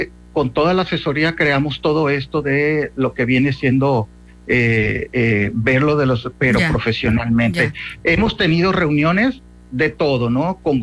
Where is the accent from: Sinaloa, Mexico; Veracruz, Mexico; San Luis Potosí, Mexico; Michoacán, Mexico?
Sinaloa, Mexico; Mazatlán; Yo estaba, de hecho, trabajando en la Ciudad de México. Soy de Mazatlán. Vine aquí